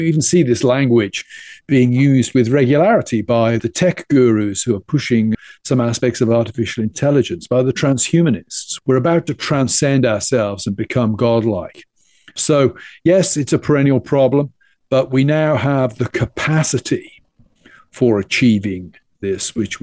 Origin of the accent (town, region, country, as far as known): South West England, United Kingdom; born or raised there